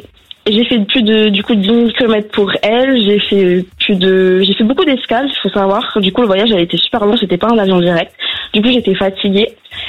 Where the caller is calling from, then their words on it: Bordeaux, Nouvelle-Aquitaine, France; Alors, j'ai 20 ans et je viens de Bordeaux.